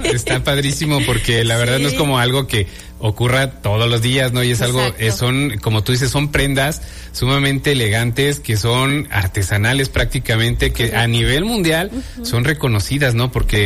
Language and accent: Spanish; Mexico; nos distingue como mexicanas y mexicanos